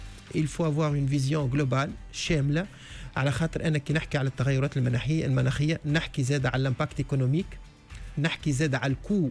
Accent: Tunisia; بصفتي تونسي وبصفتي يعني نخدم في تونس

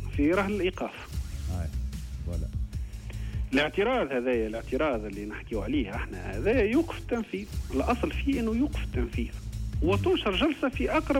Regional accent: Tunisia

